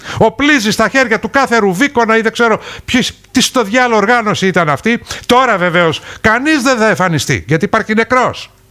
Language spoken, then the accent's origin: Greek; Greece; Όταν τους είπα ότι είμαι από Ελλάδα